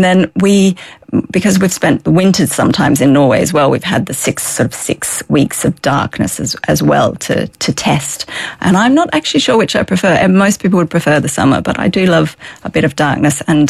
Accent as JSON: {"language": "English", "region": "Tasmania", "country": "Australia", "lives_now": "Kerry, Ireland", "said": "I'm from Tasmania."}